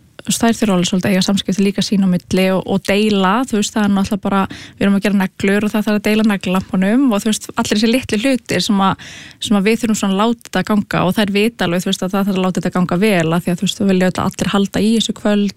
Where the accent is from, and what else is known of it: Breiðholt, Capital Region, Iceland; born or raised there